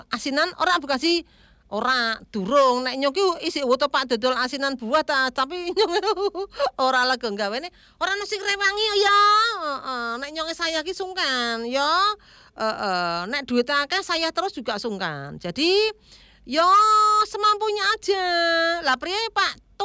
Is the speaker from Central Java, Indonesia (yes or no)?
yes; Tegal, Central Java, Indonesia; Duh aku wong Tegal suruh ketinggalan Mbak Kaji di siaran.